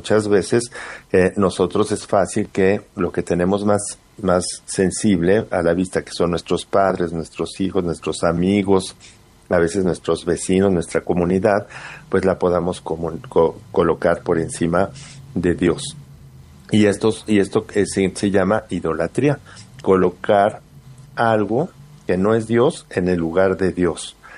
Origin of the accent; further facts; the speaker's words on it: Spain; incluso en mi país, en España, ¿verdad?